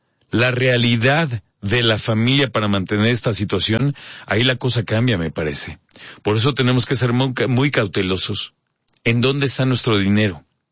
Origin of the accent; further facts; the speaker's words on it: Mexico; nos estamos dando cuenta que las épocas que más disfrutamos como mexicanas y mexicanos son las épocas que terminan siendo nuestro mayor reto económico.